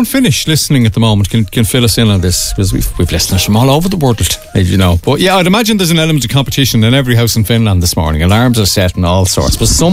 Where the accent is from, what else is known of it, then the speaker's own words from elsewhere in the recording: Ireland; He said, where are you guys from? I said, Ireland.